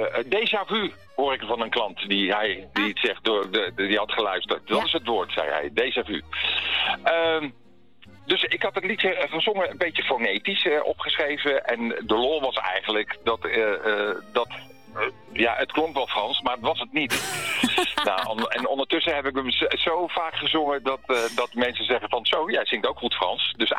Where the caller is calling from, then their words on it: The Hague, South Holland, Netherlands